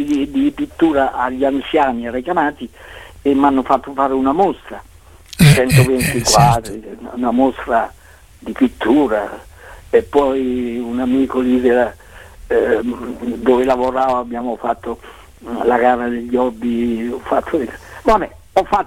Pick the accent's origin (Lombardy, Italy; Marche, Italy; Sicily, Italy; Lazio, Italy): Marche, Italy; Recanati; Io sono di Recanati, un editore di Recanati, voglio parlarci se vuole pubblicare la storia mia